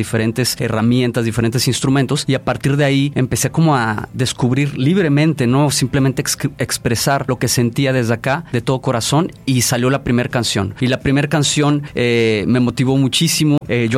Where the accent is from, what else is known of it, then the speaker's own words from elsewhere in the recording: Tepic, Nayarit, Mexico; Yo soy originario de aquí, de Tepic, Nayarit, pero mi padre es japonés. Entonces ahí se armó la mezcla Japomex.